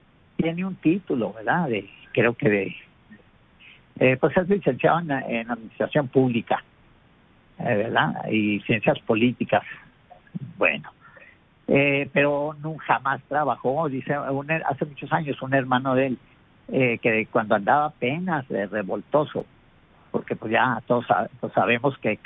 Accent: Mexico

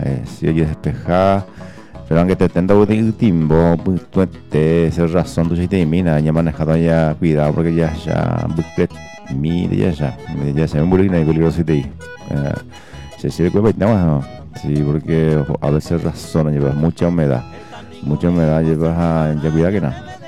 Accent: Paraguay; como buen paraguayo y paraguaya que somos.

